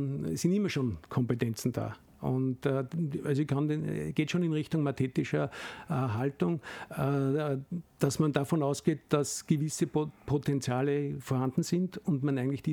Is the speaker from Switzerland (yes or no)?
no; Austria; Es war auch die Zeit, wo zum Beispiel bei uns in Österreich das Schulsystem und die Schulpflicht eingeführt worden ist von Maria Theresia.